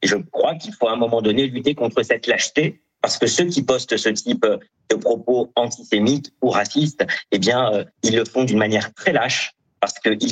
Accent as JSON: {"language": "French", "country": "France", "said": "celle qu'on vit aujourd'hui même chez nous en France"}